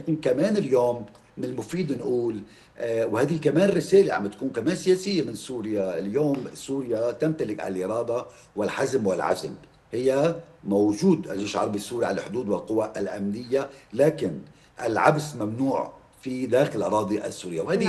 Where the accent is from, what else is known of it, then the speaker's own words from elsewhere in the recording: Lebanon; نحن طبعا كلبنانيين